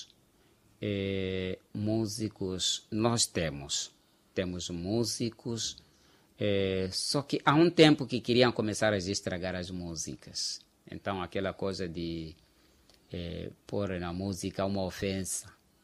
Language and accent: Portuguese; Quelimane, Zambezia, Mozambique